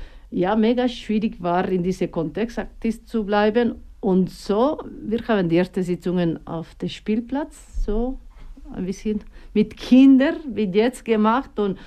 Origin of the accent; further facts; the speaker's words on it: Basque Country, Spain; first language Basque; German is a second language; Und der Name ist auf Baskisch. Meine Muttersprache ist Euskera, Baskisch.